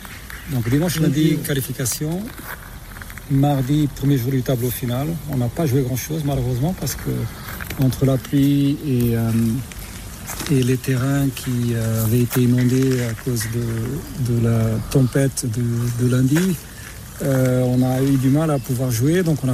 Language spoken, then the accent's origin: French; Lisbon, Portugal; moved away as an adult; also born or lived in Mozambique; now in France; oui, je suis portugais d'origine, portugais, pied noir portugais, donc portugais né en Afrique, au Mozambique. Grandi à Lisbonne et je vis en France depuis 1996.